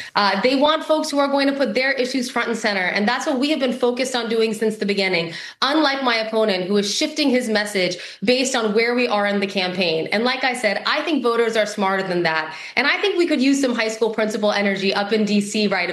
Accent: Florida, United States; a healthcare program that has already impacted more than 400,000 Floridians here in my home state.

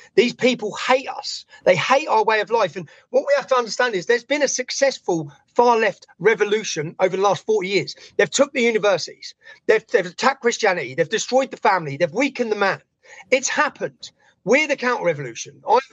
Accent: Luton, East of England, United Kingdom; I grew up in a town 30 miles north of London called Luton Town. It has a population of 250,000 people.

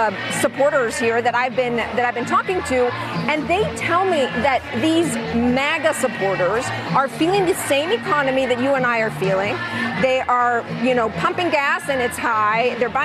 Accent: Texas, United States; I'm from Texas, Chris, and we are very prideful.

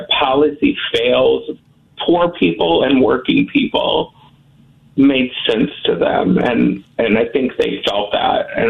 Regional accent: Dallas, Texas, United States; I come from Dallas, and I was a drag queen, so do not mess with me.

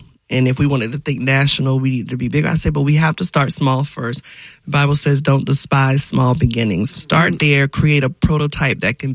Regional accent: Orlando, Florida, United States; Well, I grew up in Pine Hills, Orlando. You know, graduated from Evans High School.

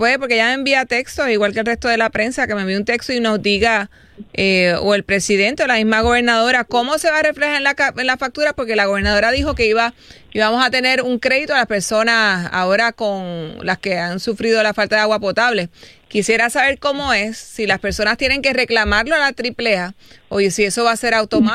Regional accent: Arroyo, Puerto Rico; Ah, yo soy de Arroyo. La voy, ahí la voy en patilla. Yo de hecho sí nací en Arroyo, en Lafayette.

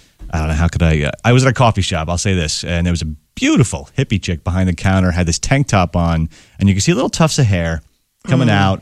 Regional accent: East Coast, United States; also born or lived in Alabama; now in Texas, United States; It's just, I grew up on the East Coast. Everyone says Mario out there.

